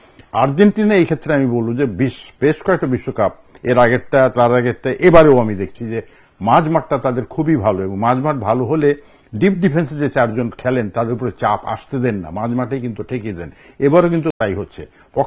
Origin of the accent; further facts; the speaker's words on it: Kushtia, Khulna Division, Bangladesh; আমার বাড়ি কুষ্টে